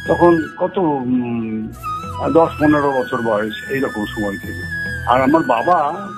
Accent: West Bengal, India; আমি একটি গ্রামের ছেলে, বীরভূমের একটা ছোট গ্রামে আমার জন্ম।

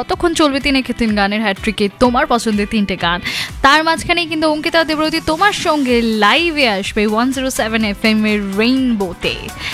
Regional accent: Kolkata, West Bengal, India; আমি কলকাতার রসগোল্লা নই তো কি হয়েছে, আমি তো বলতেই পারি

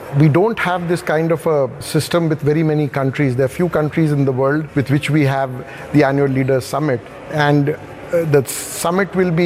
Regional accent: India

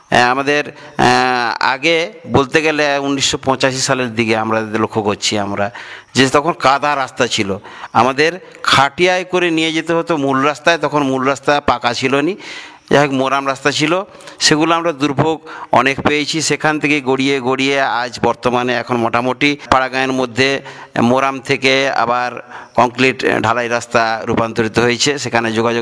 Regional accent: West Bengal, India; এখানে আমাদের কালুয়া আমরা যে গ্রামটা আমরা অতি সাধারণ বাসী আমরা আছি, বসবাস করে বেশিরভাগ সাধারণ মানুষ, এখানে 3টি পাড়া নিয়ে আমাদের মোটামুটি গ্রাম অবস্থিত, এর মধ্যে প্রায় 231টি প্রায় পরিবার আছে

